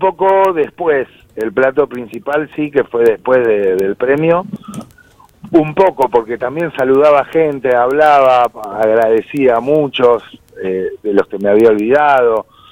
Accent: Río Gallegos, Santa Cruz, Argentina; moved away; Yo estoy muy conectado con Gallegos. Mis amigos entrañables son los de mi infancia, los del secundario, los del Salesiano. También los del Hispano

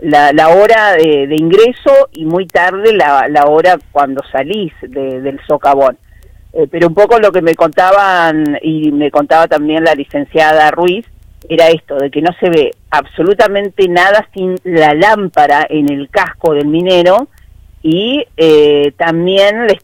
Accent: Río Turbio, Santa Cruz, Argentina; born there; Yo soy nacida acá en Río Turbio

